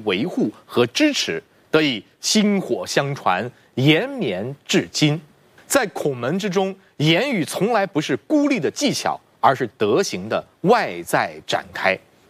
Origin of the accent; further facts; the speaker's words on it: Qufu, Shandong, China; moved away; 我就想起我的老家山东曲阜